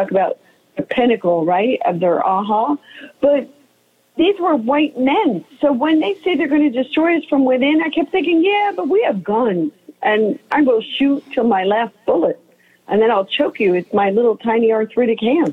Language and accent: English; San Diego, California, United States; I didn't see California as cuckoo as we are. I'm from San Diego.